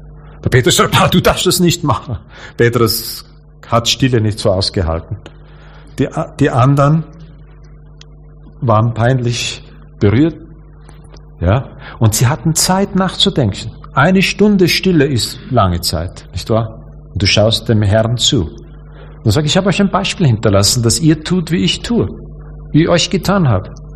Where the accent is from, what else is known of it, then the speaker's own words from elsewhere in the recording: Austria; ich komme aus Österreich.